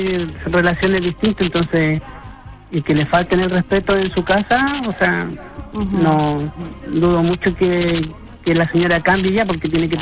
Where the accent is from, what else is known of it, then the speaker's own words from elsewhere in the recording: Osorno, Los Lagos, Chile; Osorno, Franque.